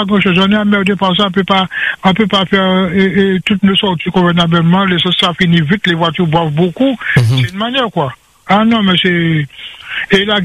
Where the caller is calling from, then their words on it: Le François, Martinique; De la Martinique.